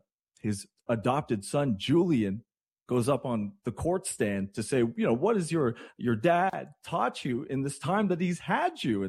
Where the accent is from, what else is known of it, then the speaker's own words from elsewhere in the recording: Canada; I swear to God, I'm there as a Canadian, never witnessed this before.